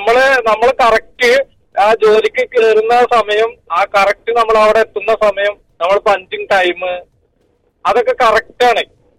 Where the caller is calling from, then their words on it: Dubai, United Arab Emirates; ഞാൻ ദുബായിൽ നിന്നാണ്.